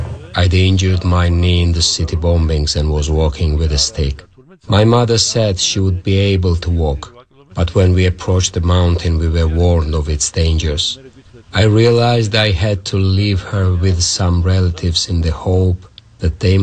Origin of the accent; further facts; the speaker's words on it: Sukhumi, Abkhazia, Georgia; Suhumi was a very multicultural place. When I was growing up, everyone got along pretty well.